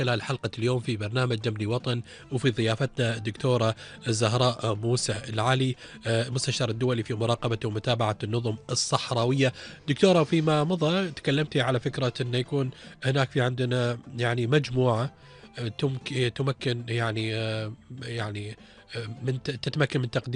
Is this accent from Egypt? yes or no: no; Kuwait